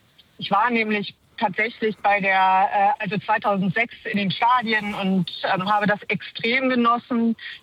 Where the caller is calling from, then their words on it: Hamburg, Germany; ich komme ja aus Hamburg